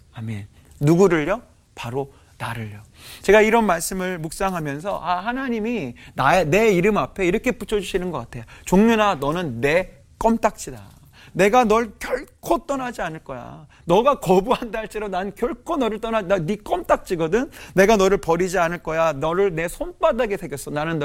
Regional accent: South Korea; 늘 뭔가 우리나라 사람들은 관계 안에서 다른 사람이 어떠한지 나는 어떠한지를 계속 살펴보는 것 같아요.

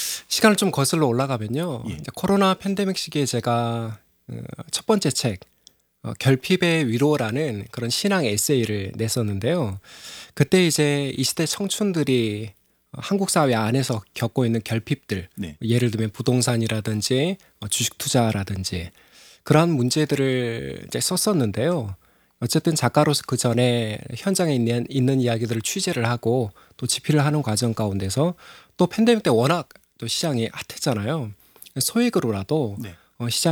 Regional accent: Gwangju, South Korea; 저는 마과 머세고장 광주에서 왔고요.

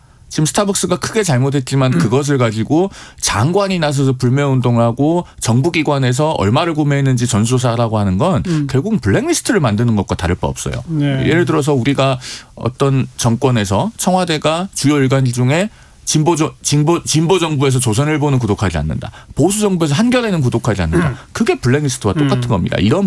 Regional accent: Suncheon, South Jeolla, South Korea; moved away; also born or lived in Gwangju; 제가 고향이 전남 순천이고요. 주민등록상 출생지는 제가 광주입니다.

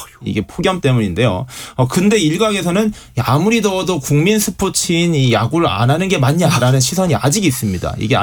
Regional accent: Daegu, South Korea; now in Seoul, South Korea; 제가 대구 출신이라서 더위가 강한 편인데도

